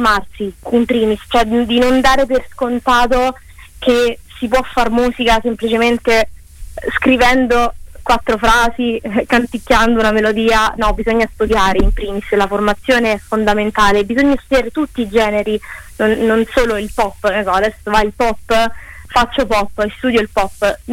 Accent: Rome, Lazio, Italy; Sono di Roma.

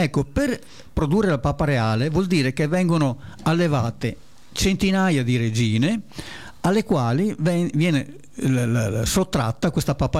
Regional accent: Lusia, Veneto, Italy; Questo succede anche succedeva anche dalle mie parti. Lusia

